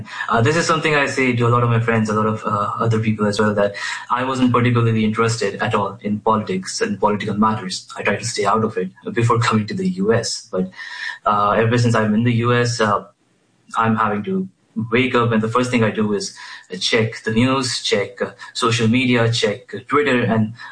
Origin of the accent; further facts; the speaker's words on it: Bhopal, Madhya Pradesh, India; English is a second language; moved away as an adult; now in United States; I grew up in Bhopal, in India, so that's where I'm originally from. And I finished my high school, and for my bachelor's, I came to the U.S. when I was 17, and this was back in 2022.